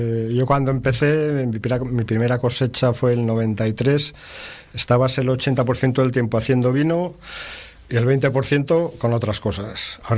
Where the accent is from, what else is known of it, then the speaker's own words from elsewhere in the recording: San Sebastián, Basque Country, Spain; moved away as an adult; now in La Rioja, Spain; Yo soy de San Sebastián. Yo soy nacido en San Sebastián y hasta los 18 años en San Sebastián. Luego ya me fui a estudiar, claro, fuera. Uh-huh. Y a los 18 ya soy medio riojano, porque llevo más tiempo en La Rioja que en San Sebastián.